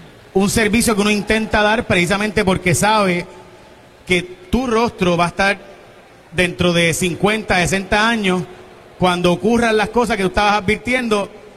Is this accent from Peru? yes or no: no; Puerto Rico